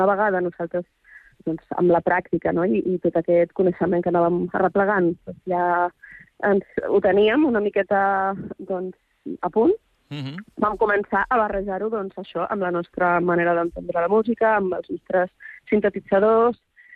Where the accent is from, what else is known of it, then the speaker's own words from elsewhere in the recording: Ibiza, Balearic Islands, Spain; jo soc eivissenca, però de família que ve de fora.